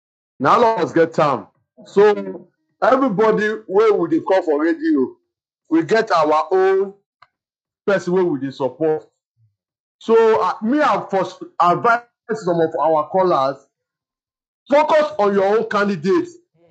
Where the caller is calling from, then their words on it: Lagos, Nigeria; I'm calling from Ibute Beta.